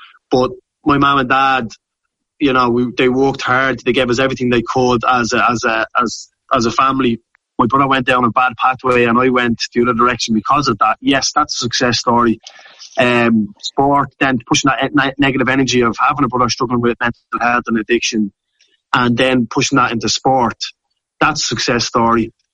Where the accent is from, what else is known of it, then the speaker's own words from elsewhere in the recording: Dublin, Leinster, Ireland; me growing up in Ballymun